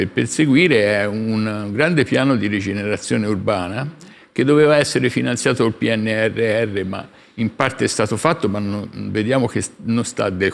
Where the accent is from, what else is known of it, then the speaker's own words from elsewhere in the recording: Livorno, Tuscany, Italy; io vengo da una città che non è poi piccolissima, sono di Livorno